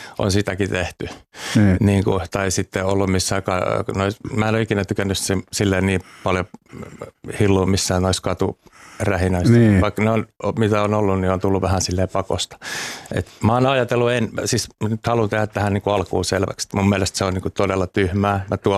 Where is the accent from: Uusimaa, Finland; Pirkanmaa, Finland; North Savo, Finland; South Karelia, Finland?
Uusimaa, Finland; Helsinki; born there; Ja sitten Helsingissä tuossa Kättärillä, Kätilöopiston sairaalassa.